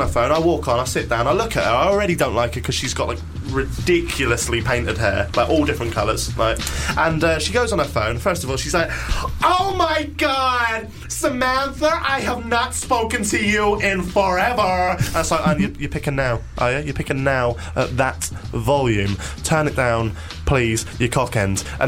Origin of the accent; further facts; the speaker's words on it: United Kingdom; I'm so British.